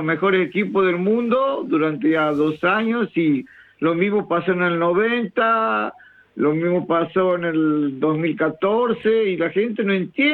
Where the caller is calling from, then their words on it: Argentina; somos argentinos